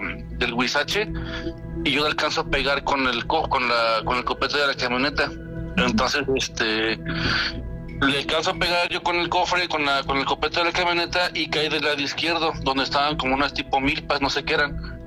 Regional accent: Saltillo, Coahuila, Mexico; yo vengo de yo soy de Saltillo, Coahuila. Yo viví mucho tiempo en Coahuila.

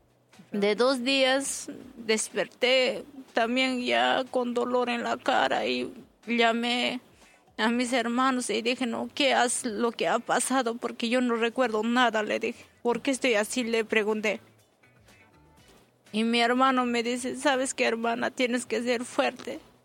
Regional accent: Amantaní Island, Puno, Peru; Soy de la isla de Amantané. Soy de Puno.

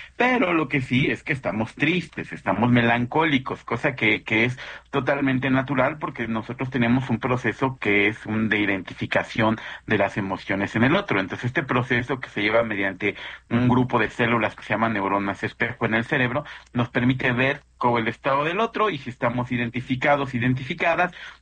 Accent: Mexico

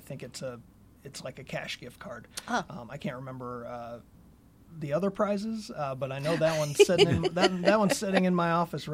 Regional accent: Kansas City, United States; moved away as an adult; I'm from the Kansas City area.

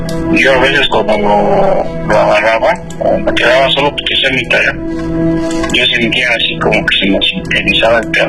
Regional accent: Mexico City, Mexico; Nosotros somos aquí de Tepito.

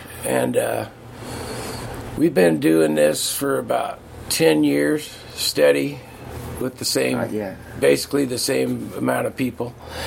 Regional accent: Colorado, United States; I'm originally from Colorado, and it suits me just fine being up in the Sierras.

